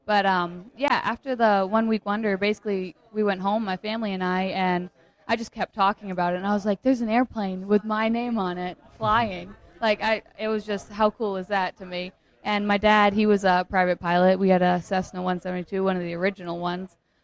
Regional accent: Maine, United States; now in Daytona Beach, United States

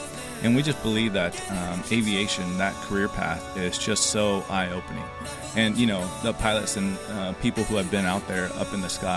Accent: Oklahoma, United States; also born or lived in Korea; I'm an immigrant, and we moved to Oklahoma from Korea. And growing up there near Tinker, my story was that, you know, I went to air shows at Tinker Air Force Base

